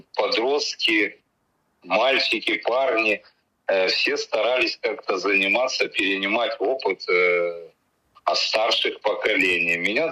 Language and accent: Russian; Akmola Region, Kazakhstan; now in Germany; Родился я в Акмолинской области, в Казахстане, в небольшом поселке, проживал до 17 лет.